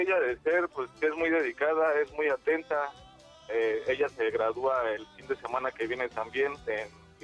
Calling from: Coacalco, State of Mexico, Mexico; De aquí de Coacalco.

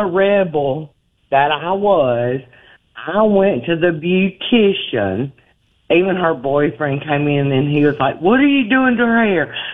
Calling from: Louisiana, United States; I'm from Louisiana.

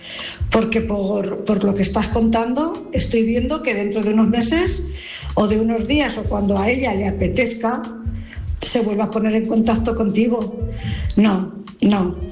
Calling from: Cuenca, Castilla-La Mancha, Spain; corresponsal de Cuenca.

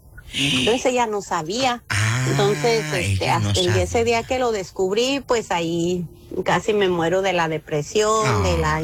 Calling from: Tijuana, Baja California, Mexico; de Tijuana.

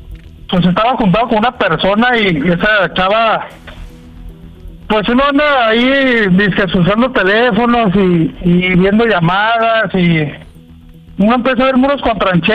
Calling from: Guadalajara, Jalisco, Mexico

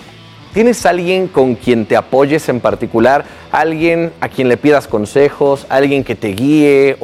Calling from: San Luis Potosí, Mexico; de San Luis Potosí.

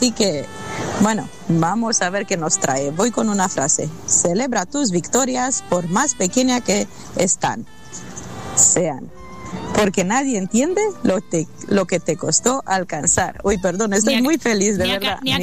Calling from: Spain; Somos españoles

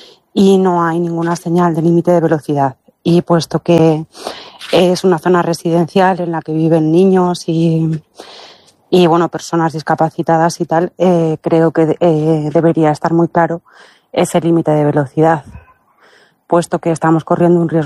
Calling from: Ávila, Castile and León, Spain; soy una vecina de Ávila

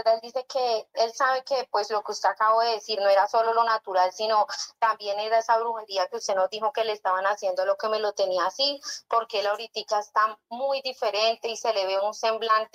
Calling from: Chivor, Boyacá, Colombia; yo lo llamo acá desde una vereda de Chivorboyacá.

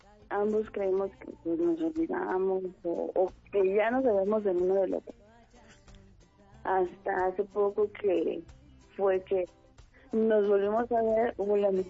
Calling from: Villahermosa, Tabasco, Mexico; Desde Villahermosa.

